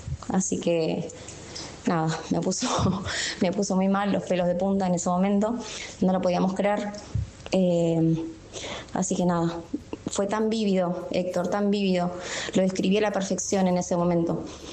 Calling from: Morón, Buenos Aires Province, Argentina; soy de Morón, de Buenos Aires

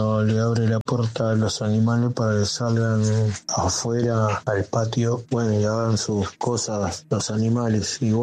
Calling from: Quilmes, Buenos Aires Province, Argentina; de Quilmes.

